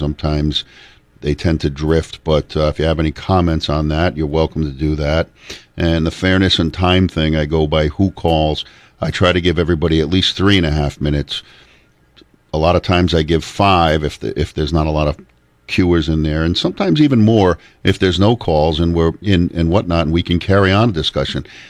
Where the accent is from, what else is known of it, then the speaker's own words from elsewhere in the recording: Killingly, Connecticut, United States; also born or lived in Brooklyn, Connecticut; now in Putnam, United States; I grew up in Killingly, Young, and Brooklyn when I hit my sophomore year in high school. We lived in Brooklyn for a lot of years. Then I lived all over before, and then I moved back to Brooklyn and then to Putnam over here.